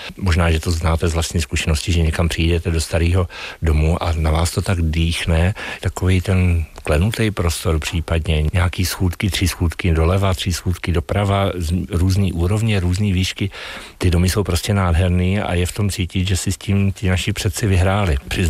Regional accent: Pardubice, Pardubice Region, Czechia; moved away as an adult; also born or lived in Olomouc; v Olomouci, kde jsem bydlel 12 let po škole, ale jinak jsem samozřejmě Pardubák a táhlo mě to zpátky do Pardubic

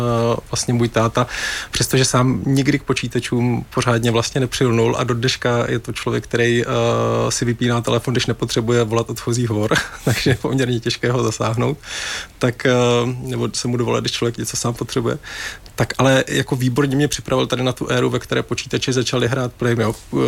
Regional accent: Brno, South Moravian Region, Czechia; já jsem teda z Brna původem a chodil jsem na Gimple

